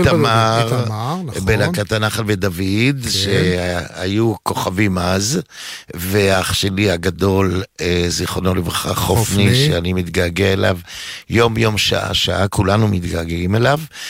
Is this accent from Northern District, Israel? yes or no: no; Givatayim, Tel Aviv District, Israel; משם לגבעתיים, ההורים שלי קיבלו בית לעובדי עיריית תל אביב, לצעירים, אבל אני גדלתי, אני מין סלט ניסואז כזה, גדלתי בגבעתיים